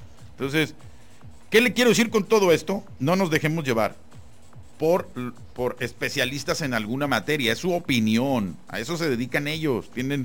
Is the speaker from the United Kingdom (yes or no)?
no; Mexico; nos hace falta también a nosotros como mexicanos conocer un poquito más.